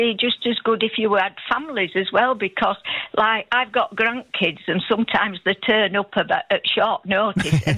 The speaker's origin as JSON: {"language": "English", "region": "Yorkshire and the Humber", "country": "United Kingdom", "accent": "Yorkshire", "said": "my Yorkshire accent"}